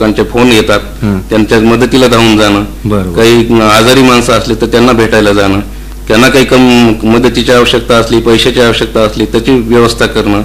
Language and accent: Marathi; Beed, Maharashtra, India; खूप फरक आहे. आता कॉलनी, मोठमोठ्या कॉलनी झाल्यात आता बीडमध्ये, बीडचा विस्तार झालाय चारी बाजूने